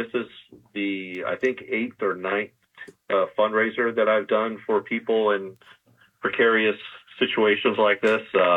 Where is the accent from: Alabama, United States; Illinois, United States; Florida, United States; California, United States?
Florida, United States; No. I'm from Florida.